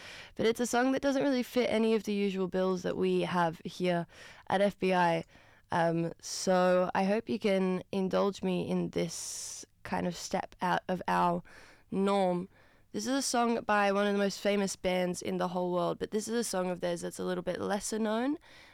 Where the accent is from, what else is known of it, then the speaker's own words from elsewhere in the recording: New South Wales, Australia; now in Sydney, Australia; I also live on unceded Wangal land. I grew up on Awabakal land.